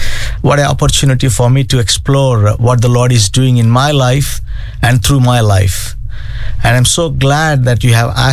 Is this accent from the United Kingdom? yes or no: no; India; I come from India